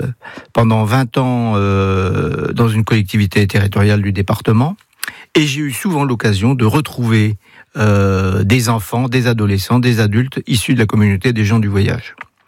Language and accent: French; Laval, Pays de la Loire, France; je suis né à Laval en 1958. Donc, je suis un mayennais pur et dur, puisque j'ai le sens du territoire.